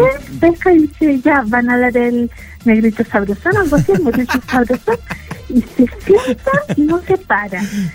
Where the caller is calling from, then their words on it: Santiago, Santiago Metropolitan, Chile; yo vivo en Santiago.